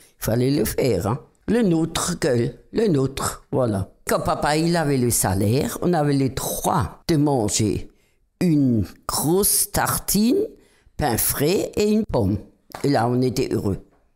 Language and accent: French; Saint-Jean-de-Côle, Nouvelle-Aquitaine, France; born there; Je suis née à Tourtonne, Saint-Jean-de-Côle.